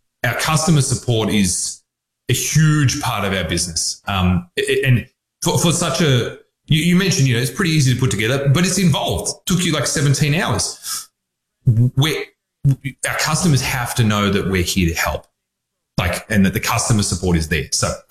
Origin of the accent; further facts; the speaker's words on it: Australia; obviously I'm Australian, as you can tell by my glorious accent.